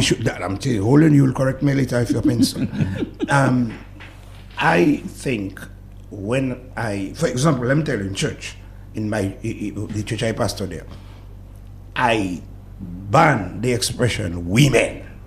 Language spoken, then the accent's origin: English; Dominica; I grew up telling everybody, I'm from Dubik.